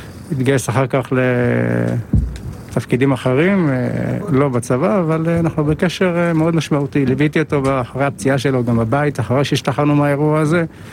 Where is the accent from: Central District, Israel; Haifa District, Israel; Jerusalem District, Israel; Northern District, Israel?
Central District, Israel; Gedera; born or raised there